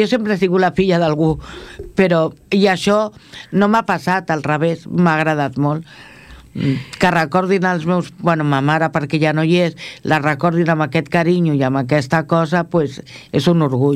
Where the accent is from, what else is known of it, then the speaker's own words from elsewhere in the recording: Esplugues de Llobregat, Catalonia, Spain; jo estimo moltíssim Esplugues.